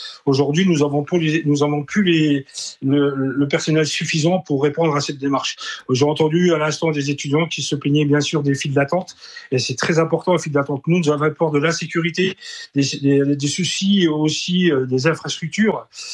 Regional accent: Grand Est, France; parce que moi, je suis de la Lorraine, il n'y a pas beaucoup plus de fréquentation.

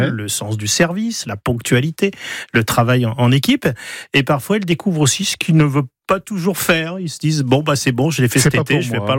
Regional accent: Provence-Alpes-Côte d'Azur, France; chez nous en Provence

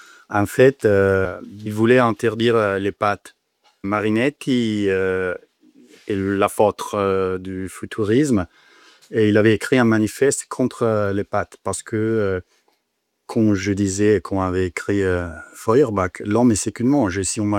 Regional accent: northern Italy, Italy; dans le nord d'Italie, ma région, la Lombardie, les Piémonts.

